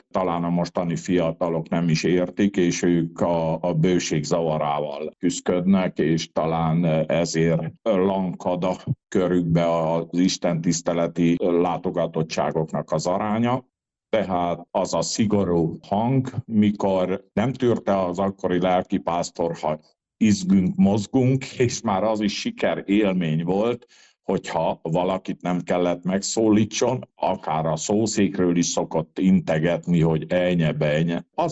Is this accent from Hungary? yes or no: no; Zentelke, Cluj County, Romania; Kalotaszent király Zentelkén születtem, és már a nagyszülők által természetes a szüleim is vallásos emberek voltak.